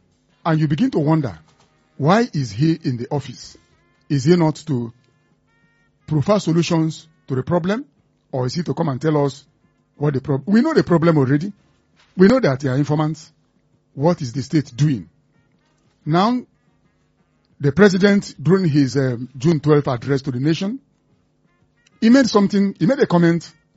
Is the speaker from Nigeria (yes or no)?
yes; Nigeria